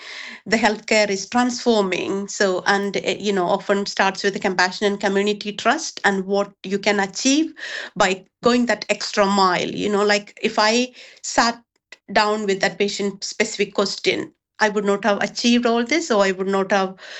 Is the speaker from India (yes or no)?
yes; India; moved away as an adult; now in United Kingdom